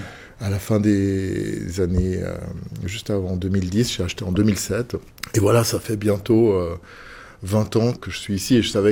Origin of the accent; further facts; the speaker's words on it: Fribourg, Switzerland; En tout cas en Suisse romande, mais nous on vient de Fribourg.